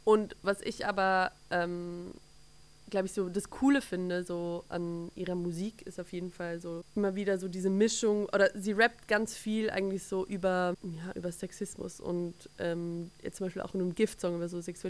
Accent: Zurich, Switzerland; moved away; Nee, ich komme aus Zürich.

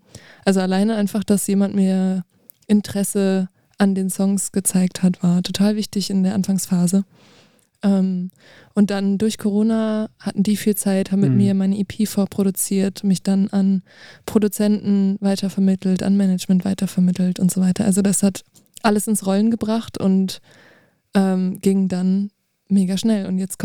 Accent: Duisburg, North Rhine-Westphalia, Germany; moved away as an adult; also born or lived in Kiel; now in Leipzig, Germany; aufgewachsen in Duisburg

